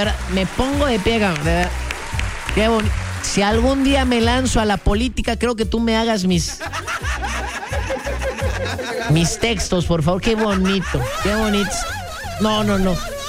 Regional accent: Mexico; somos mexicanos.

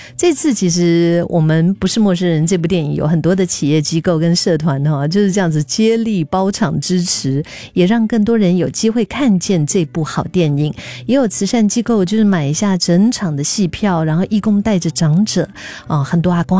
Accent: Singapore; 我们新加坡人

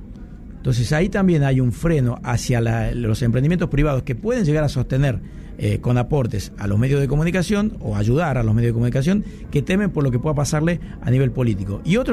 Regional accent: Tucumán, Argentina; Sí, recontra tucumano.

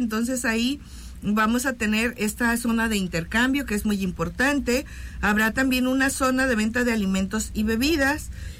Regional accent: Mexico; como somos los mexicanos, apasionados

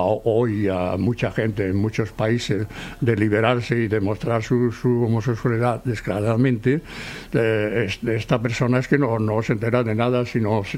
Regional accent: Seville, Andalusia, Spain; now in Barcelona, Spain; cuando vinimos de Sevilla.

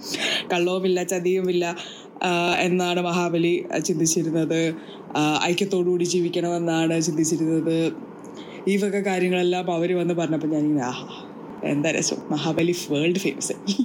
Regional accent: Pathanamthitta, Kerala, India

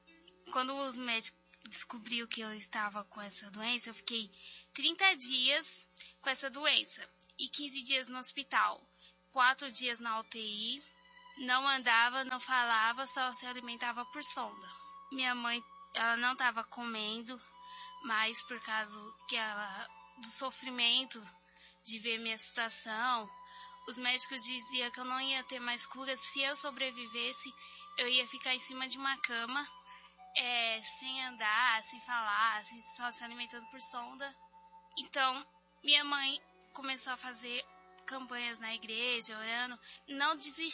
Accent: São Paulo, Brazil; eu sou do Itaí Paulista.

